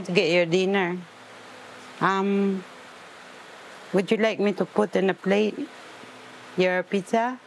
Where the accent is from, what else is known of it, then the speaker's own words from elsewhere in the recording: Philippines; moved away as an adult; now in Singapore; I'm from Philippines, 1993. I come into Singapore, work as a domestic helper.